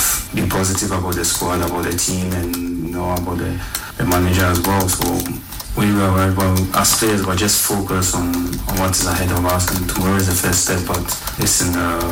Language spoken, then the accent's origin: English; Ghana; And I know Ghanaians, I know the country the way we are because I'm Ghanaian